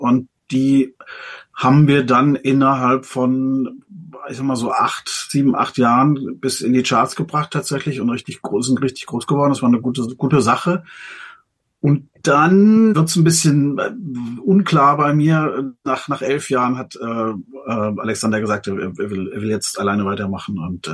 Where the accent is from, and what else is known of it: Frankfurt, Hesse, Germany